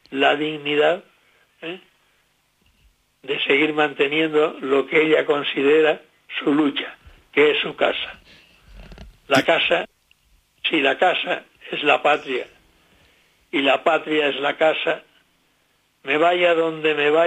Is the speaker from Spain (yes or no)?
yes; Canary Islands, Spain; en nuestro caso, canario